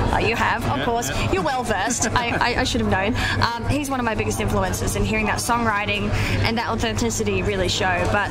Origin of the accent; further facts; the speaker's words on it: Australia; I mean, you see people like coming from my hometown … you know, someone like that, just taking the world by storm with country.